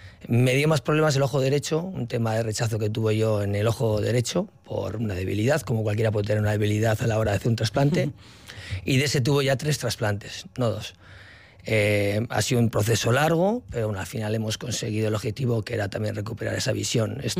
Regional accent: Barakaldo, Basque Country, Spain; voy a cumplir 50 el año que viene, ya con 14, un óptico en Baracaldo, yo soy de Baracaldo

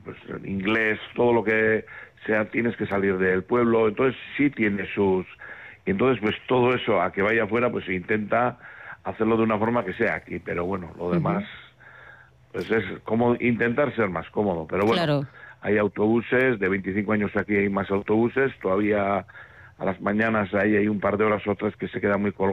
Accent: Asteasu, Basque Country, Spain; y las 12 todos somos de Asteasu, nacidos y vamos, nos hemos crecido aquí, hemos hecho todo aquí.

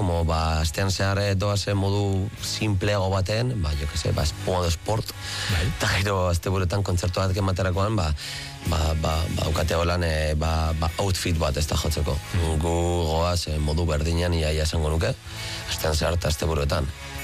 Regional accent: Basque Country, Spain; Euskaldunak gara, Euskal Herria maite dugu

